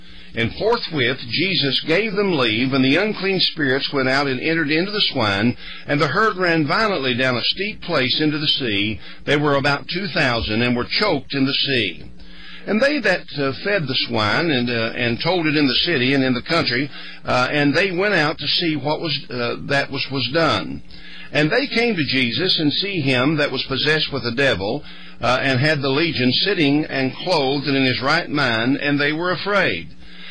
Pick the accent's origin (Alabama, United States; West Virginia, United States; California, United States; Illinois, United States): West Virginia, United States; I was raised down in Logan County, West Virginia